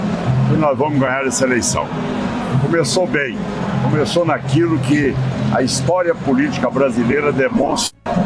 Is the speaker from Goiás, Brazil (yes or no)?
yes; Goiás, Brazil; Sou goiano, me orgulho enormemente